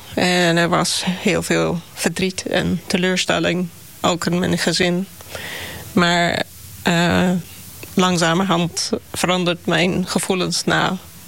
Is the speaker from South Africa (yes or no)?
yes; South Africa; moved away as an adult; now in Netherlands; Vanwege dat ik uit Zuid-Afrika kom. Ik werkte vroeger in een wilde reservaat in Zuid-Afrika.